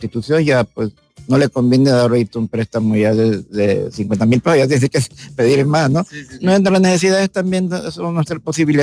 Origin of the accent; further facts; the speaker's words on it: Mapastepec, Chiapas, Mexico; now in Tapachula, Mexico; Yo soy de Mapastepec, yo tengo 50 años de vivir en Tapachula.